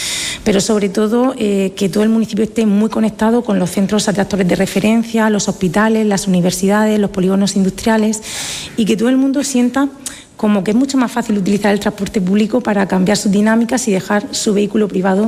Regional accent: Region of Murcia, Spain; Muy murciana, te lo hice una vecina de pedanías, yo soy del Esparral, soy campillera

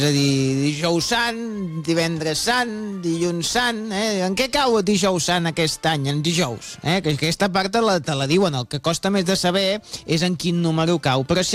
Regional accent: Barcelona, Catalonia, Spain; De Sants, sí, som Sants, perquè sí, sí. Som de Sants, som de Sants de tota...

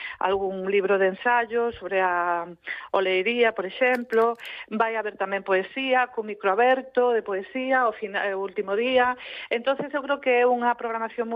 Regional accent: Galicia, Spain; porque, bueno, a veces estamos en Galicia, somos galegas, galegos, a chuvia tampouco nos espanta tanto

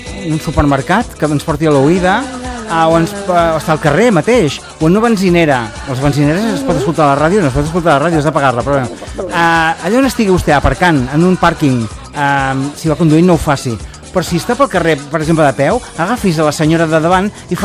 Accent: Gironella, Catalonia, Spain; el Carnestoltes de Gironella, de la meva població estimada, d'on soc originari

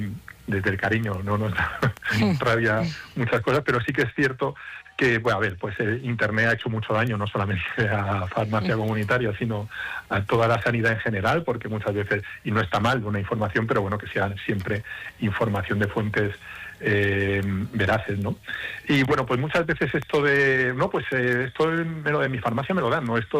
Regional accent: Albacete, Castilla-La Mancha, Spain; yo soy de Albacete, no soy de Monera, pero soy de Albacete

